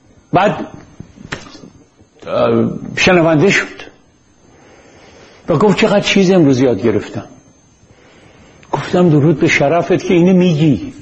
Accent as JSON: {"language": "Persian", "country": "Iran", "said": "خب نژاد من چیه؟ ملت من چیه؟ من کجاییم؟ من ایرانیم."}